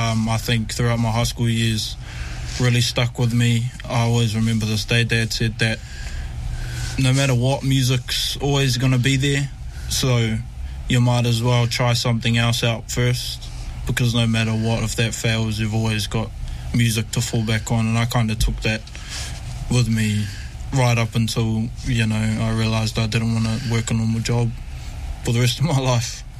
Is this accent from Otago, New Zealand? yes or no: no; Hamilton, Waikato, New Zealand; I'm born and raised in Hamilton. My whānau's from Ngāti Kaungunu and Ngāti Kairo and Kāwhia.